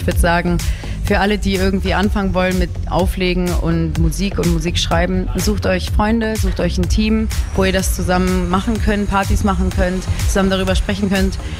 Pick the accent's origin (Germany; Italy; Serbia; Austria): Germany; Berlin; Ich bin in Berlin groß geworden